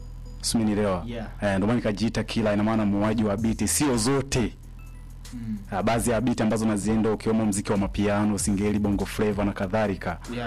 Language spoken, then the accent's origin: Swahili; Tanzania